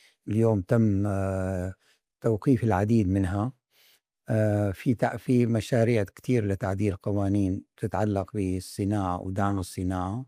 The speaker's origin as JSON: {"language": "Arabic", "country": "Syria"}